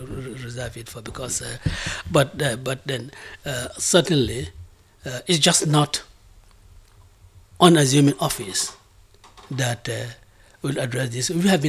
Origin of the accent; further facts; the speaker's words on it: Banjul, Gambia; when I grew up in Half-Die, how can I really think that Wolofs do not deserve anything in this country?